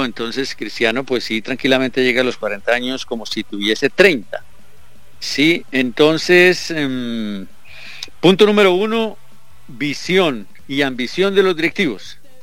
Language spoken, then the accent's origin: Spanish; Colombia